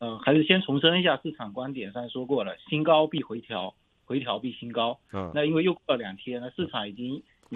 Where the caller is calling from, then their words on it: Fuzhou, Fujian, China; 我是福州的